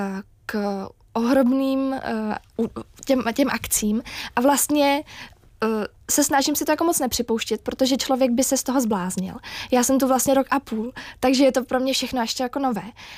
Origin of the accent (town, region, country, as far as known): Prague, Czechia